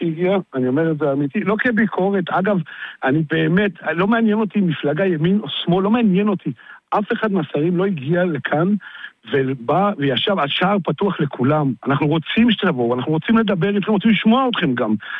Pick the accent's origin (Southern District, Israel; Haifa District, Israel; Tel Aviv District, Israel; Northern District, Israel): Northern District, Israel; Zar'it